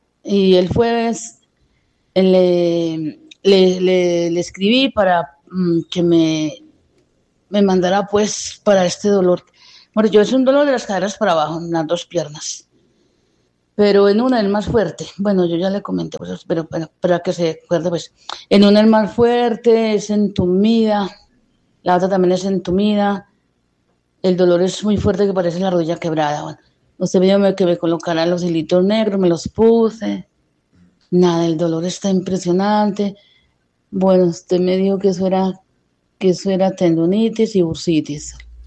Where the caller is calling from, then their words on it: Villahermosa, Tabasco, Mexico; Muy buenos días. … aquí de Villahermosa.